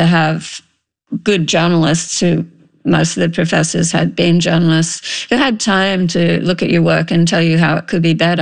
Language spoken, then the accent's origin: English; Sydney, New South Wales, Australia; moved away; For me, it was a kind of a golden age, really, because my hometown paper, the Sydney Morning Herald, recruited a class of cadet reporters every year.